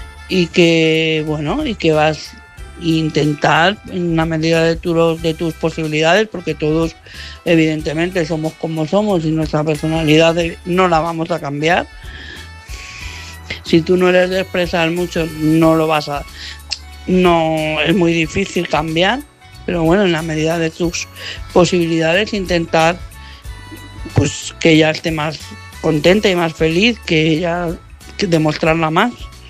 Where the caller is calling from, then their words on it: Madrid, Community of Madrid, Spain; de Madrid.